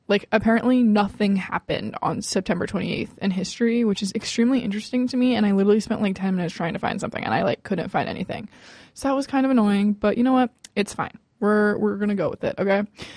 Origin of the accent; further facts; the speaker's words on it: Marysville, Washington, United States; now in Ellensburg, United States; both here in Ellensburg and back in my hometown of Marysville, Washington.